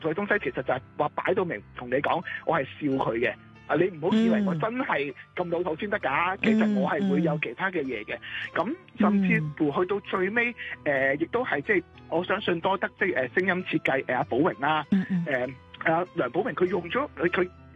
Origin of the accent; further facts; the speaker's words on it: Hong Kong; 我就算作为香港即土生土长的一个人当然这个是我儿时的一个回忆啦。